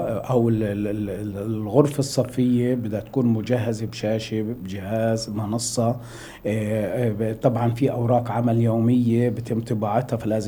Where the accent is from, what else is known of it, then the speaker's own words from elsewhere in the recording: Palestine; عندنا في فلسطين